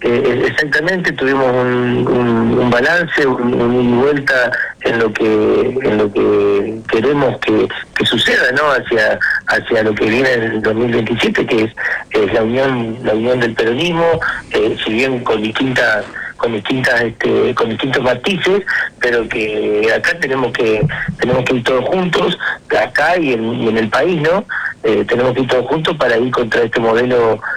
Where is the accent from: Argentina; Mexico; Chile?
Argentina